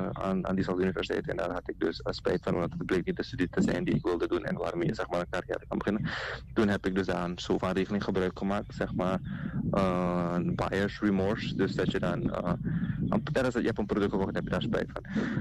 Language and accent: Dutch; Netherlands; Ik heb ook een Nederlander, ik ben ook een Nederlander, ik heb ook een Nederlands paspoort.